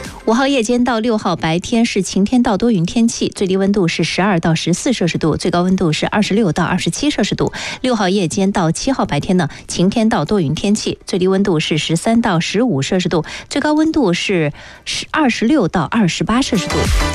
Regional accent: Yichang, Hubei, China; 接下来咱们宜昌人要特别的重点的关注一些事情。

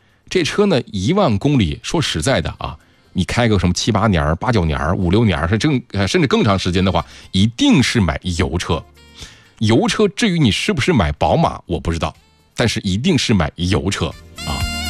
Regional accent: northern China, China; 可能也是我是北方人的原因吧。就从小接触的一汽丰田的很多东西啊，一汽大众的、一汽丰田的很多都是在北方看的

